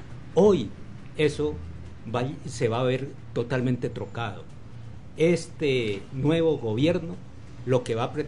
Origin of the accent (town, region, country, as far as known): Colombia